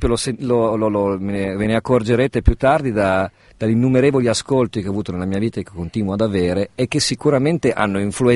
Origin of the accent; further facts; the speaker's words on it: Udine, Friuli-Venezia Giulia, Italy; born there; No, sono nato all'est, sono nato a Udine.